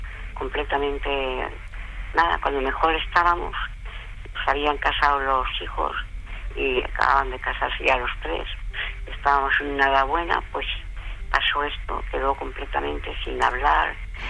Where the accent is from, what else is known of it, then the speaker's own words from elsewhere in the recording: Riaza, Castile and León, Spain; Yo soy de Riaza, de Segovia, sí.